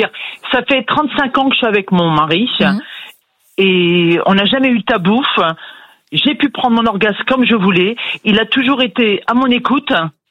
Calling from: Grand Est, France; Je vous appelle de la Moselle.

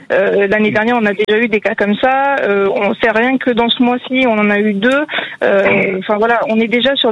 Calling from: Poitiers, Nouvelle-Aquitaine, France; De la Vienne à Poitiers.

